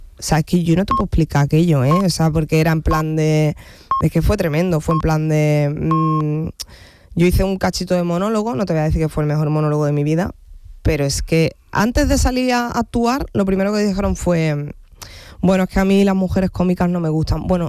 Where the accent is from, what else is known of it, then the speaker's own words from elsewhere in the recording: Andalusia, Spain; yo soy andaluza, soy mujer, soy cómica